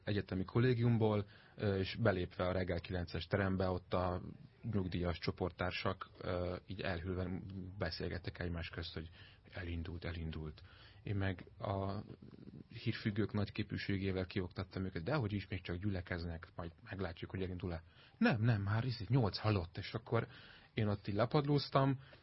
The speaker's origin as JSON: {"language": "Hungarian", "town": "Debrecen", "region": "Hajdú-Bihar", "country": "Hungary", "tie": "born there", "said": "Képzeld el, hogy egyébként Debrecenben, ahol én születtem és ahol elkezdtem még korongozni"}